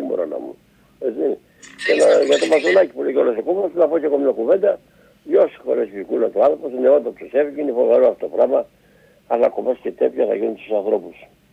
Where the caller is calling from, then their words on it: Agioi Theodoroi, Greece; είμαι από Αγίου Θεοδόρου.